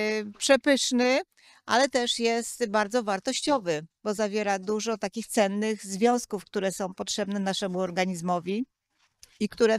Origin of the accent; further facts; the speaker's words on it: Kościelec, Greater Poland Voivodeship, Poland; Poza jarmarkiem jesteśmy z Wielkopolski, Kościelec, koło koła. Tam ja wytwarzam te octy